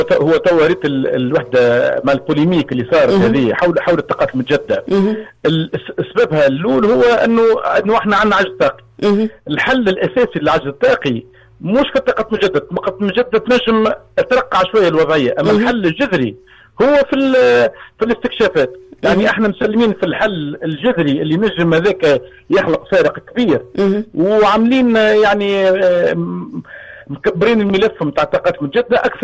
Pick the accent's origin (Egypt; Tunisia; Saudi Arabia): Tunisia; عندنا في تونس